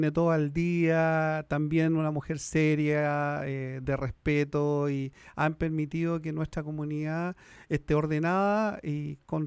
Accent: Santiago, Santiago Metropolitan Region, Chile; yo soy santiaguino y tomo y lomo.

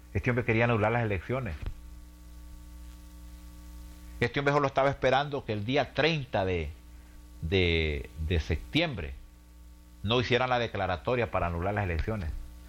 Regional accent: Honduras; Ahora le voy a decir lo que digo yo, como hondureño.

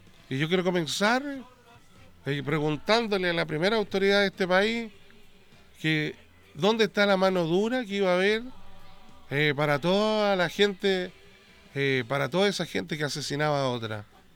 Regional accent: Chile; soy chileno.

